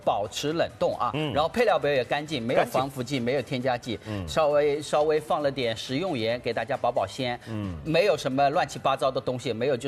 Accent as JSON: {"language": "Chinese", "town": "Suzhou", "region": "Jiangsu", "country": "China", "said": "这是我们苏州人最经典的，叫塘鲤鱼炖蛋"}